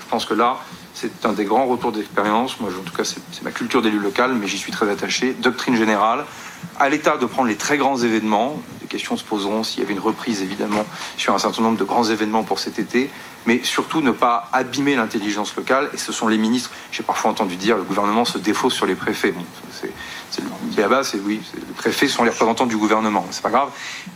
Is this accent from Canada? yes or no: no; Normandy, France; now in Vernon, France; comme on dit chez moi en Normandie